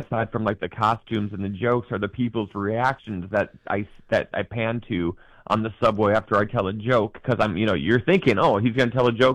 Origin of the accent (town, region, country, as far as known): Midwest, United States; now in New York, United States